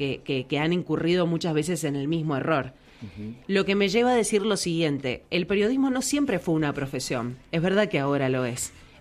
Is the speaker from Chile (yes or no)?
no; Mendoza, Argentina; ¿Somos aburridos los mendocinos para vestirnos?